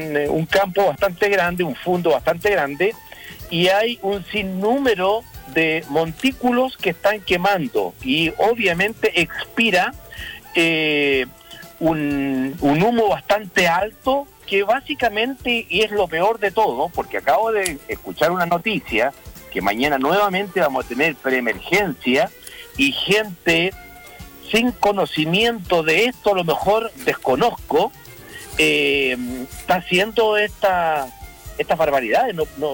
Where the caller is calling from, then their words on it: Osorno, Los Lagos, Chile; desde aquí de Osorno hacia el mar